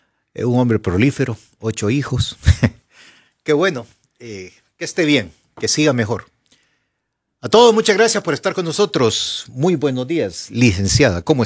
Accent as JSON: {"language": "Spanish", "country": "Honduras", "said": "En mi país, en mi querida Honduras, yo nunca había visto"}